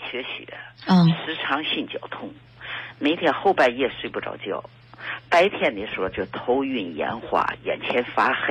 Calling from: Dongying, Shandong, China; 我是山东省东营市人。

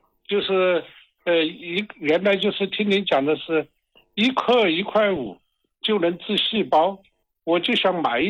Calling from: Wuxi, Jiangsu, China; 我是无锡的。

